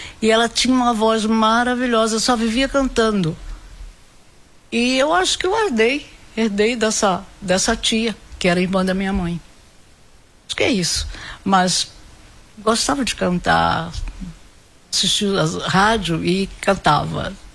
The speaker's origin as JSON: {"language": "Portuguese", "town": "Campos", "region": "Rio de Janeiro", "country": "Brazil", "said": "Sou carioca de Campos, estado do Rio."}